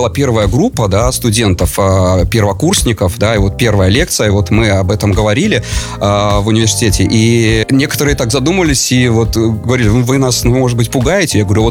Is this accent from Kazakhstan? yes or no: no; Latgale, Latvia; я сам из Латгалии